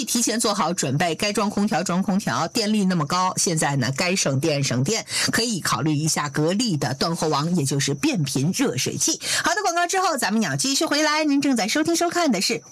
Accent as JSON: {"language": "Chinese", "region": "northern China", "country": "China", "moved": "yes", "lives_now": "Auckland, New Zealand", "said": "有时候作为一个北方人，我是很期待看到下雪的"}